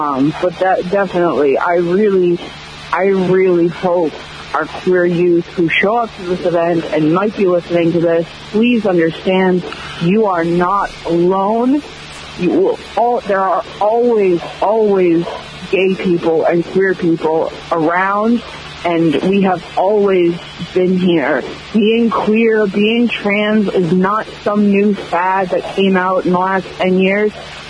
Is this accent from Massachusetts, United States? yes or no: yes; Middleborough, Massachusetts, United States; I grew up in Middleborough. Middleborough is a bit of a small rural community, not a lot of queer scene here